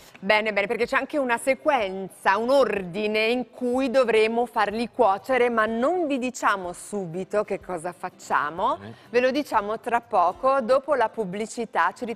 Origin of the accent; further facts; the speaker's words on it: Campania, Italy; Io sono campana, pure...